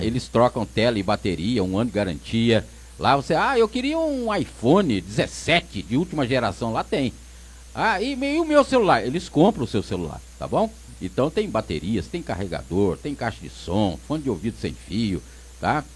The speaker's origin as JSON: {"language": "Portuguese", "town": "Pindamonhangaba", "region": "São Paulo", "country": "Brazil", "said": "o goleiro do seu time é da minha cidade, Pina Mangaba."}